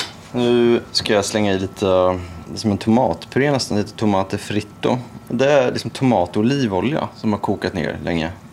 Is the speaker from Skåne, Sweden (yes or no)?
no; Norrköping, Östergötland, Sweden; När jag växte upp i Norrköping